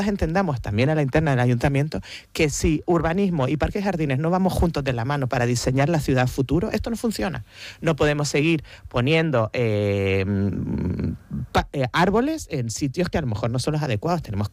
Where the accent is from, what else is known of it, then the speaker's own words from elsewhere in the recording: Las Palmas de Gran Canaria, Canary Islands, Spain; Yo soy de la Isleta